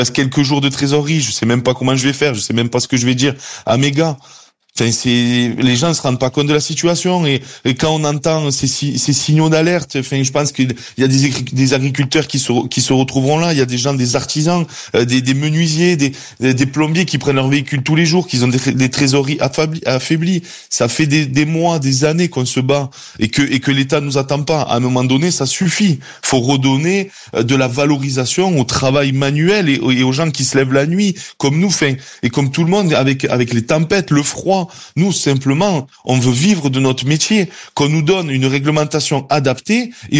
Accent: France; on est français

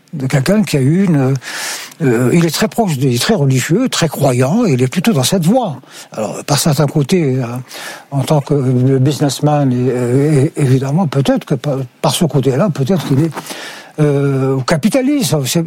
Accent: Algeria; born there; je suis algérien. Je suis né en Algérie.

